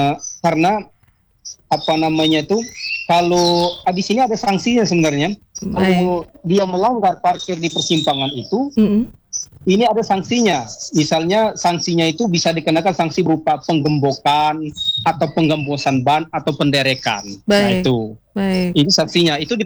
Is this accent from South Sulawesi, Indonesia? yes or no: no; Bengkulu, Indonesia; kita sebagai warga Kota Bungkulu